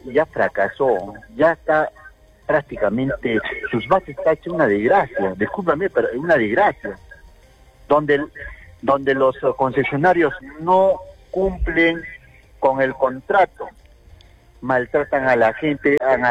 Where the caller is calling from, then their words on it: Arequipa, Peru; soy vecino de Mariano Melgar.